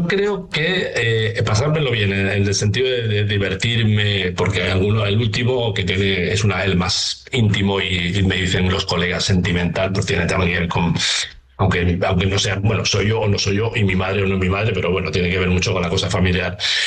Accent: Barcelona, Catalonia, Spain; yo nací en Barcelona, pero con 10 años nos fuimos a vivir a un pueblecito al lado de Barcelona.

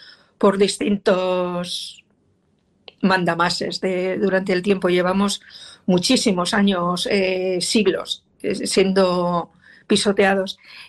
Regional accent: Urretxu, Basque Country, Spain; en Urretxu, en mi pueblo.

